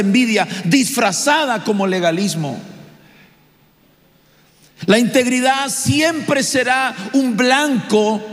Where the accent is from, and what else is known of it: Chile